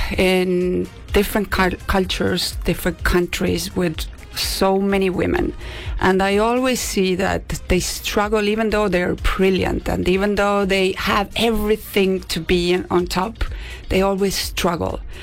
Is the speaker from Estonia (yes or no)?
yes; Estonia; So I am from Estonia, which when people don't know where Estonia is, I always ask, do you know where Santa Claus lives?